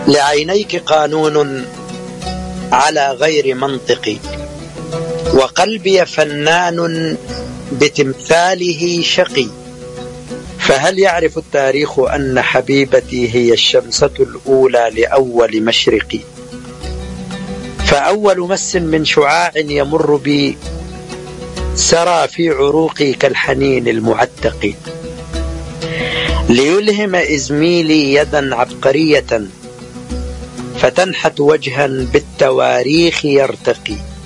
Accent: Egypt; وعندنا في مصر يقولوا لقيني ولا تغديني

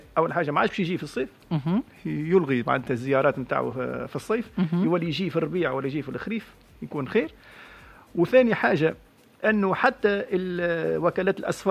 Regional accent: Tunisia; عندنا في تونس

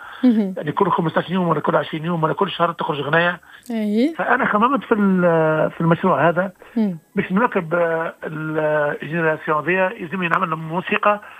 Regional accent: Tunisia

